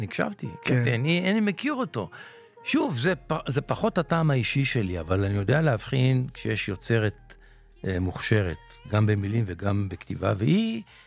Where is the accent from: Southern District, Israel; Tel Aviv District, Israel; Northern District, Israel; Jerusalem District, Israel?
Jerusalem District, Israel; Jerusalem; first language Ladino; Hebrew is a second language; אני שייך לקהילה הירושלמית, הסמך תטים של ירושלים, שבסלנג זה ספרדית טהור, הוריי גדלו בעיר העתיקה בירושלים, מדורי דורות אנחנו בעיר העתיקה בירושלים, שפת אמי הראשונה בביתי הייתה ספניולית, לדינו. תרבות הלדינו הייתה שלטת בבית.